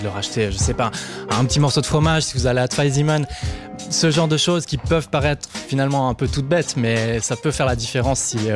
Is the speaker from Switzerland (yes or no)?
yes; Switzerland; ça me fait tellement rêvé en tant que Suisse